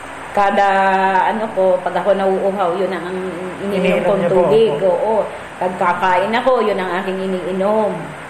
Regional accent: Calapan, Oriental Mindoro, Philippines; Taga Ilaya po.

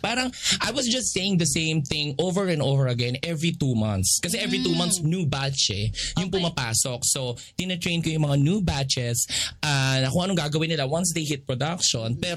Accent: Marilao, Central Luzon, Philippines; Marilenyo ako, ma. Taga-Barilaw ako.

